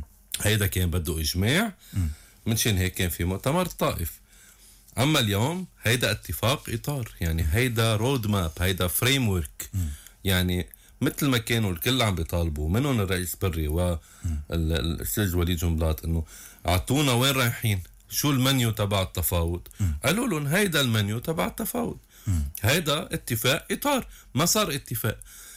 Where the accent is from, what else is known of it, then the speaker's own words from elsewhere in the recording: Lebanon; نحن عم نفاوض كلبنانيين، كدولة لبنانية